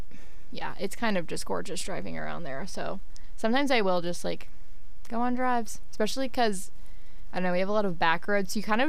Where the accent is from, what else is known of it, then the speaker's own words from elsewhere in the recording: Vermont, United States; now in Washington, D.C., United States; I'm also one of the hosts, and I'm from Vermont.